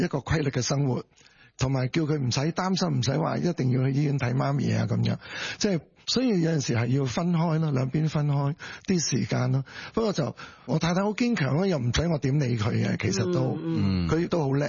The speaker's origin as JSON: {"language": "Cantonese", "town": "Shunde", "region": "Guangdong", "country": "China", "said": "因为我系顺德人嚟嘅，我煮嘢系别有一手嘅。"}